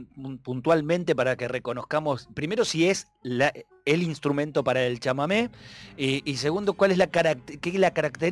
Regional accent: Buenos Aires Province, Argentina; aguante el oeste del Gran Buenos Aires, aguante, los que venimos de esos lados.

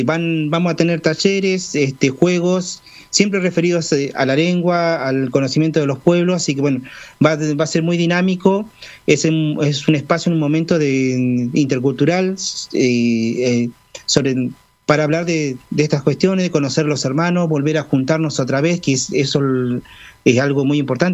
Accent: Argentina; nosotros como argentinos

